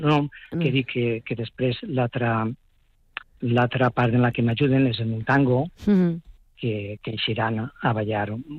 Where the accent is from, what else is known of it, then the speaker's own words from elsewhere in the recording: Aielo, Valencian Community, Spain; now in Agullent, Spain; m'ho proposen des de l'Ajuntament de Aielo, jo sóc d'Aielo